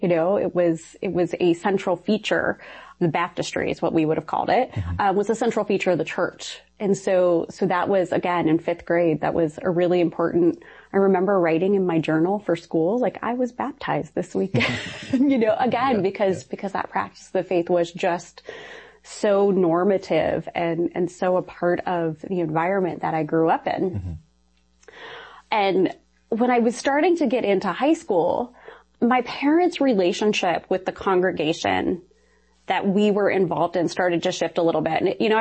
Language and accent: English; Ohio, United States; So I grew up in a very rural part of Ohio.